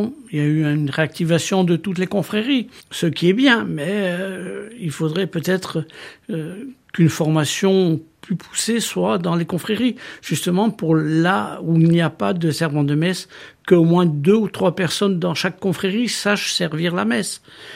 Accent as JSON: {"language": "French", "region": "Corsica", "country": "France", "tie": "born there", "also_born_or_lived": "Cuttoli-Corticchiato, Corsica", "lives_now": "Ajaccio, France", "said": "je suis originaire de Koutoli. J'ai grandi à Koutoli jusqu'à peu près l'âge de 8-9 ans. Avant de descendre sur Ajaccio"}